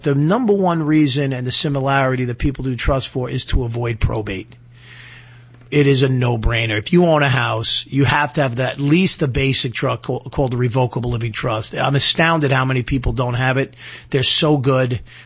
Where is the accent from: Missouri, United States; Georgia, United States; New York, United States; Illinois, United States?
New York, United States; but I'm a New Yorker, born and bred in Piqua, went to high school in Massapequa, college at Stony Brook